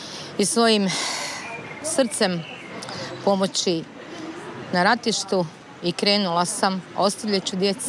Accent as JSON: {"language": "Croatian", "town": "Ogulin", "region": "Karlovac County", "country": "Croatia", "tie": "born or raised there", "said": "Ja sam rodom iz Ogulina."}